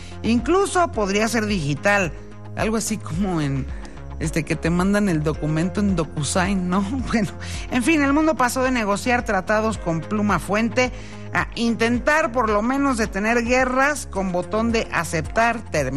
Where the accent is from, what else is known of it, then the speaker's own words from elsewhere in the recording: Mexico; now in Mexico City, Mexico; Todos somos mexicanos